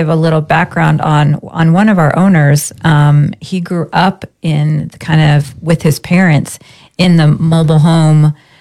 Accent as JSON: {"language": "English", "region": "Pacific Northwest", "country": "United States", "moved": "yes", "lives_now": "St. David, United States", "said": "I am from the Northwest originally"}